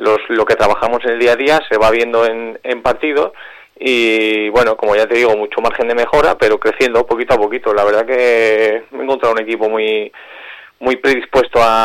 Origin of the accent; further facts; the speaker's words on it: Logroño, La Rioja, Spain; moved away as an adult; Llegaba de nuevo también, porque yo salí de Logroño a los 18.